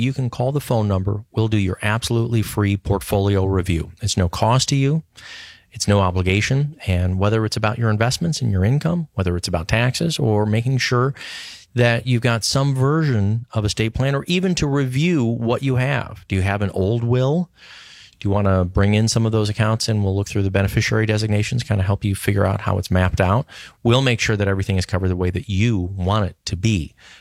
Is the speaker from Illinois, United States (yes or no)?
yes; Chicago, Illinois, United States; I was born and raised in Chicago, so I've been a Blackhawks fan.